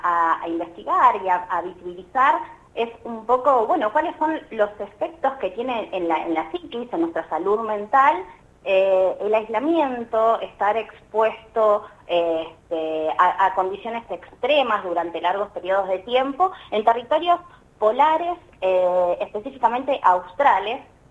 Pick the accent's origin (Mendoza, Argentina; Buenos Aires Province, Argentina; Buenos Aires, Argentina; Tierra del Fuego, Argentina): Tierra del Fuego, Argentina; Tanto yo como la licenciada Percara somos dos fueguinas que vivimos y conocemos también de qué se trata el aislamiento.